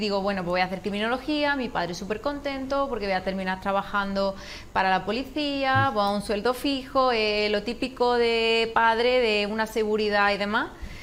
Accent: Córdoba, Andalusia, Spain; moved away as an adult; also born or lived in Málaga; 4 años en Málaga, obviamente. Yo soy de Córdoba

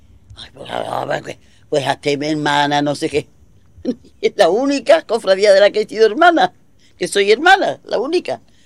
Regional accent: Seville, Andalusia, Spain; desde que mi madre y mis padres se trasladaron desde Triana, donde yo nací, en el barrio de Voluntad, a la Puerta de la Arena, yo, mi infancia, ya de jugar en la calle y eso, fue en la Puerta de la Arena

